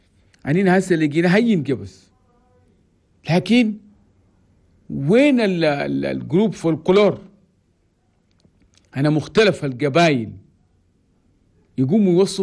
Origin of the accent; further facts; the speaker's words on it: Chad; بلدنا تشاد